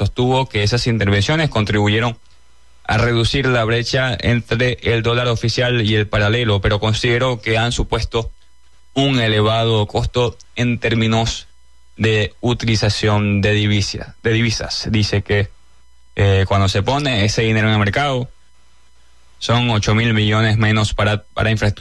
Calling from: Puerto Ayacucho, Amazonas, Venezuela; de Puerto Ayacucho, Estado Amazonas, full sintonía.

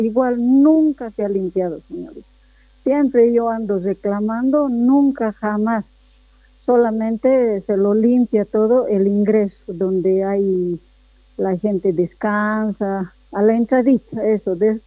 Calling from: Uncía, Potosí, Bolivia; yo estoy llamando de Uncía

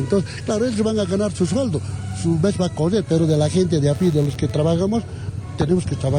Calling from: Bolivia; nosotros como bolivianos

